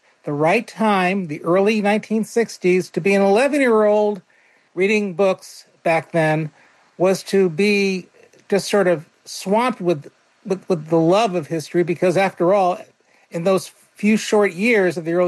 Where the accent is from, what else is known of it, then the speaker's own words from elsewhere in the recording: Hartford, Connecticut, United States; I was raised in Hartford, Connecticut. I was in I was in New England